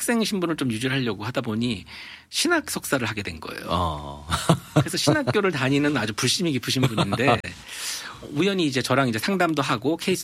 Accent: South Korea; moved away as an adult; now in United States; 한국에서는 좀 되게 보호된 분위기에서 컸습니다.

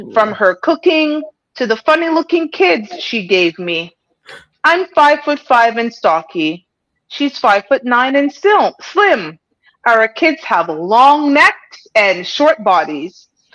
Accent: Canada; now in Toronto, Canada; we are from Canada.

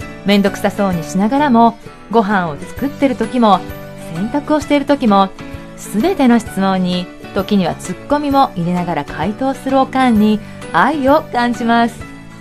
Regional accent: Kansai, Japan; accent: Kansai dialect; 関西人としてとても嬉しく

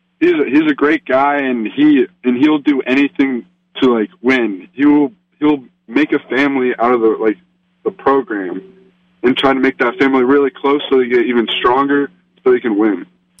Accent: Columbus, Ohio, United States; to beat him and win in my hometown

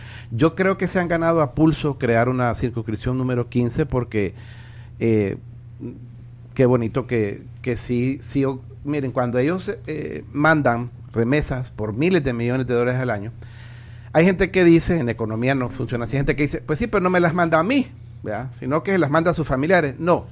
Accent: El Salvador; also born or lived in Mexico; yo soy mexicano, soy salvadoreño, en un futuro voy a ser estadounidense

